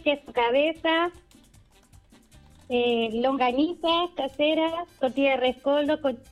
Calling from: Navidad, O'Higgins, Chile; De la comuna de Navidad.

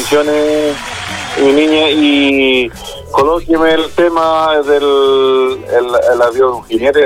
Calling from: Quilicura, Santiago Metropolitan Region, Chile; De Quilicura.

